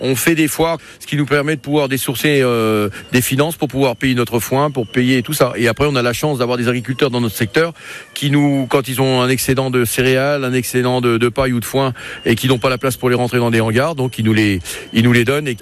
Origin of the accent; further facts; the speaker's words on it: Orléans, Centre-Val de Loire, France; Moi, je suis natif d'Orléans. Mon épouse est native de Vierzon.